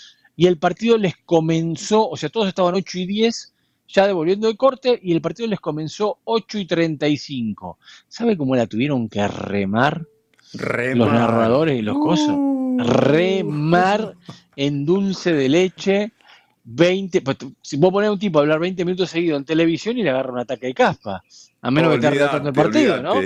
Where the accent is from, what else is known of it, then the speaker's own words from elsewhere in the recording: Argentina; y yo soy argentino y por eso voy a usar esta frase